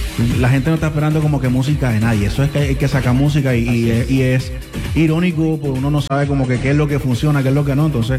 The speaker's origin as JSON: {"language": "Spanish", "town": "Cartagena", "region": "Bolívar", "country": "Colombia", "moved": "yes", "lives_now": "Medellín, Colombia", "said": "yo soy de aquí de Olaya, pero radico en la ciudad de Medellín"}